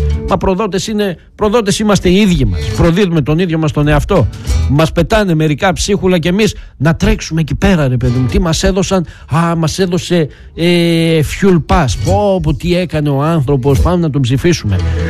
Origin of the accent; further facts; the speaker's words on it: Greece; Δεν αποδεικνύουμε και ότι είμαστε Έλληνες